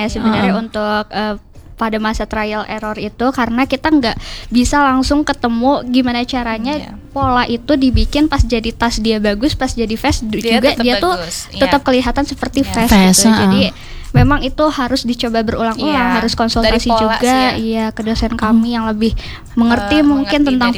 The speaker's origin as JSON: {"language": "Indonesian", "region": "West Java", "country": "Indonesia", "said": "kita dari Jawa Barat gitu."}